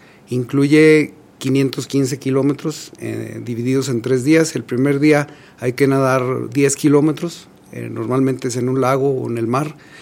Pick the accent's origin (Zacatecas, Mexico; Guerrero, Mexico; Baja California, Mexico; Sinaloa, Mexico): Zacatecas, Mexico; Fresnillo; Es un orgullo personal, es un orgullo como mexicano, un orgullo como zacatecano, un orgullo muy orgullo de ser de Fresnillo.